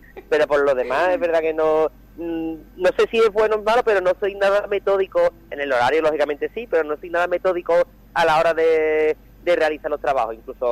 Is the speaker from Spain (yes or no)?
yes; Écija, Andalusia, Spain; que soy el artesano, que soy de Écija, y que soy el artesano que va al carnaval de Cádiz.